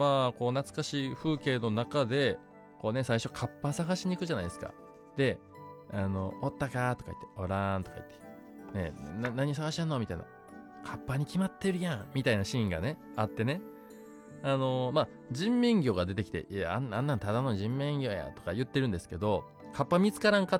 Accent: Kansai, Japan; accent: Kansai-ben; 僕はあのネイティブスピーカーなんで関西弁のね

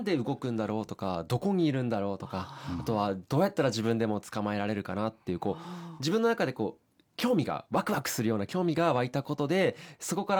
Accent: Hyogo, Japan; 地元が兵庫県なんですけど

